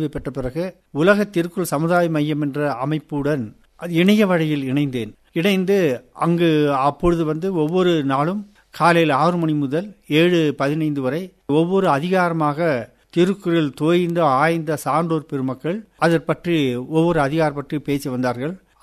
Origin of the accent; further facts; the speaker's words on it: Kalinganetti, Tamil Nadu, India; also born or lived in Coimbatore district; நான் வந்து நீலகிரி மாவட்டத்தில் கலிங்கநெட்டி என்ற ஊரில் பிறந்தேன். கோத்தகிரி பார்டர்னு சொல்லி, கோத்தகிரி ஒட்டுநாப்பில் பார்டரில் உள்ளது கலிங்கநெட்டி, உதகை ஒன்றியத்தை சார்ந்த ஊரில் தான் நான் பிறந்தேன். அந்த எங்கள் ஊரில் உள்ள அரசு தொடக்கப்பள்ளியில் தான் நான் 5வது வகுப்பு வரை படித்தேன்.